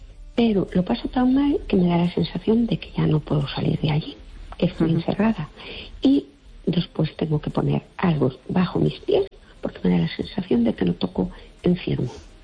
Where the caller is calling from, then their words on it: Fene, Galicia, Spain; Hola, buenas noches.